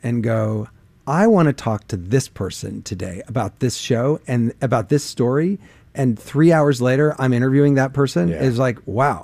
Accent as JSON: {"language": "English", "region": "Illinois", "country": "United States", "said": "I'm from Central Illinois, and it was about the geographic middle."}